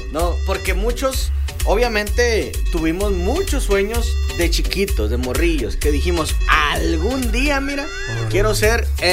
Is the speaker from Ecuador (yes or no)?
no; Mexico; yo crecí aquí en el Fobiste 2. Pero con el paso del tiempo fuimos cambiando de casa. Luego a la Buenos Aires.